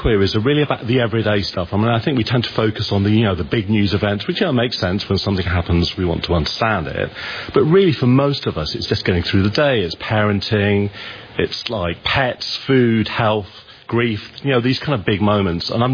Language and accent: English; England, United Kingdom; I grew up in England, did not grow up with proms, and now it's a global thing.